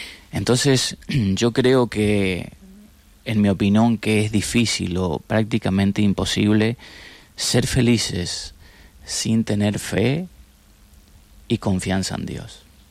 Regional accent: Chaco, Argentina; a Chaco, mi tierra natal

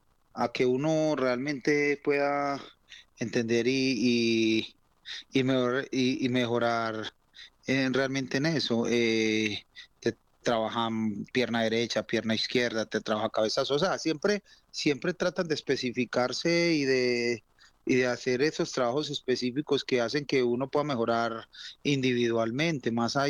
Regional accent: Colombia

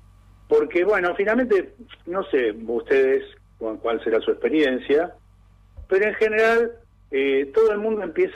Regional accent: Buenos Aires, Argentina; now in Chubut, Argentina; yo soy porteño objetivamente, pero hace 40 años vivo

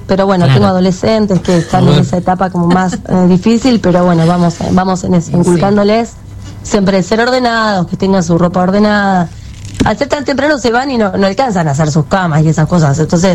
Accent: Merlo, Buenos Aires Province, Argentina; Yo de Merlo.

